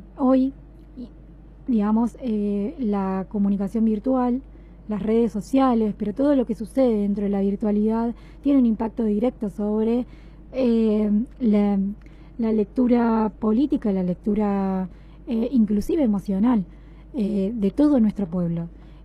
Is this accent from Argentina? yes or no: yes; Argentina; nuestros derechos como argentinos y argentinas